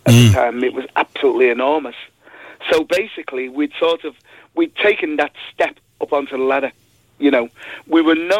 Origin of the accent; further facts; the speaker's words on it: Liverpool, North West England, United Kingdom; Yeah, we grew up in Toxteth, and Toxteth was the inner city part of Liverpool.